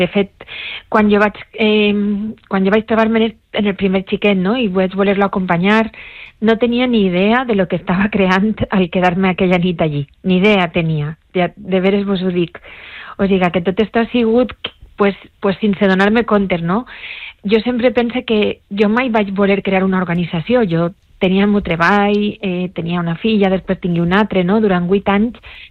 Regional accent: Valencian Community, Spain; per a mi com a valenciana

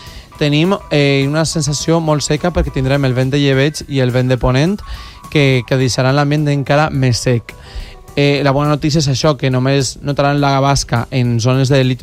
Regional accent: Casas Bajas, Valencian Community, Spain; en el meu poble, de fet, en Casas Bajas

